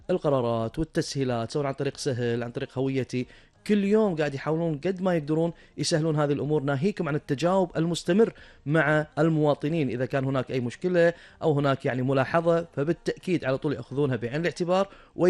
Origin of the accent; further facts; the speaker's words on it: Kuwait; الكويت تستحق منا الكثير. أسأل الله يحفظك يا ديرتنا الحبيبة.